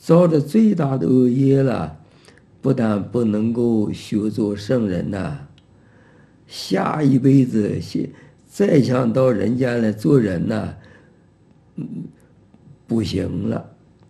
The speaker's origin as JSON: {"language": "Chinese", "country": "China", "said": "过去啊，我们中国人都知道"}